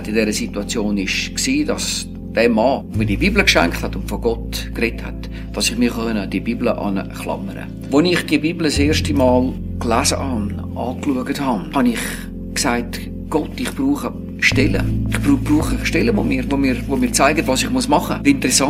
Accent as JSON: {"language": "German", "region": "Zurich", "country": "Switzerland", "tie": "born there", "also_born_or_lived": "Romandy", "moved": "as an adult", "said": "Ich bin 1947 in Steven am Zürichsee geboren, in einer Familie mit 5 Kindern. Ich habe 4 Brüder."}